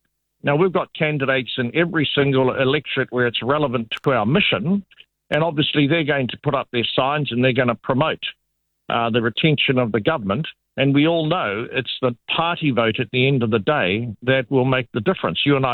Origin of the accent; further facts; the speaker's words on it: Kaitaia, Northland, New Zealand; I come from Kaitaia.